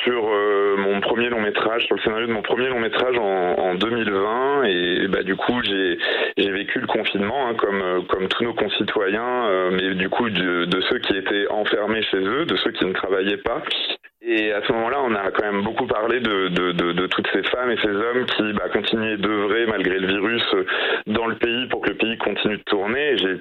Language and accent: French; Bayeux, Normandy, France; moved away as an adult; also born or lived in Brest; now in Paris, France; je suis né à Brest, mais j'ai grandi à Bayeux, près de Caen.